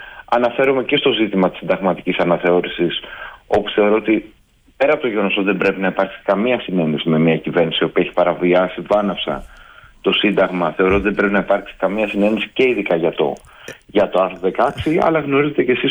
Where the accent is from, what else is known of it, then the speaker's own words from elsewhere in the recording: Athens, Attica, Greece; για να σας πω ένα συγκεκριμένο παράδειγμα για το στεγαστικό από την πόλη μου, από το Δήμο Αθηναίων.